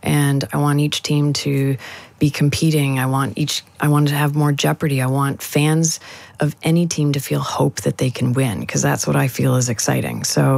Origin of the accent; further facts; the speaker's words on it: Canada; I'm Canadian